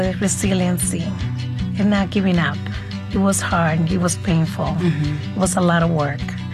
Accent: Dominican Republic; now in Boston, United States; I come to Boston from Dominican Republic with one suitcase. My suitcase was full of books in many dreams, was a very heavy suitcase.

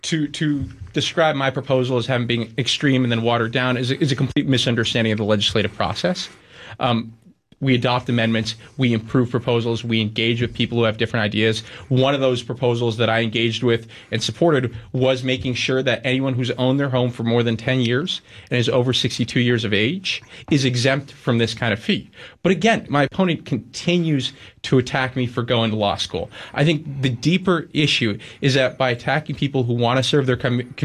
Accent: Massachusetts, United States; born there; when I was born on Cape Cod in the year 2000, the median home was going for about $195,000.

